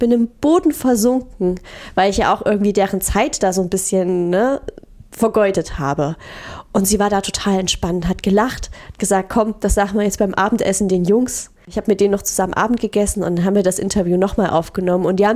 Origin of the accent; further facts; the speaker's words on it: Crimmitschau, Saxony, Germany; moved away; Ja, genau. Ich bin aus Krimmitschau hergezogen.